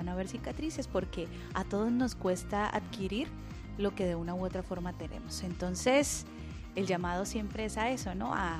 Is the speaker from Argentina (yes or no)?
no; Colombia